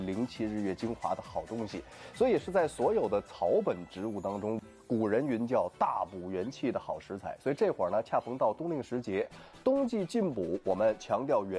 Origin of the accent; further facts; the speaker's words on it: Heilongjiang, China; now in Shanghai, China; 比如我老家黑龙江的嘛